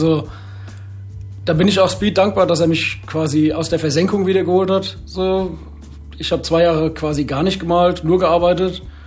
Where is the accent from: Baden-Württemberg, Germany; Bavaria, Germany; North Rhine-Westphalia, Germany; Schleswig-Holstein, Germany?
Bavaria, Germany; Aschaffenburg; Da bin ich Skateboard gefahren, wir hatten das Six-Step bei uns in Aschaffenburg, wir hatten das Style-File in Aschaffenburg.